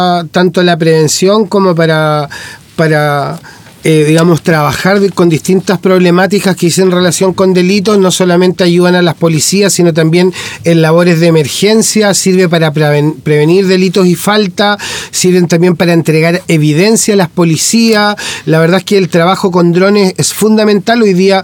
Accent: Valdivia, Los Ríos, Chile; born there; soy concejal de Valdivia, mucho orgullo de la ciudad que amo y que nací.

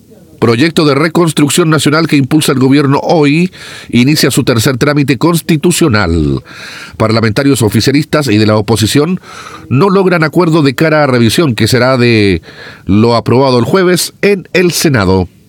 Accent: Chile; nos involucra a todos como chilenos y chilenas.

